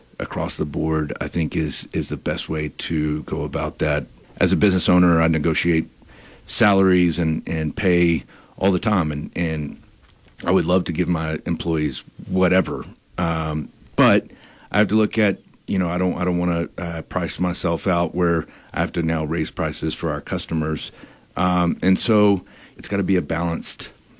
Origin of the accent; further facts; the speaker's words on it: Texas, United States; For me, being born and raised in West Texas, water is it's just always going to be an issue.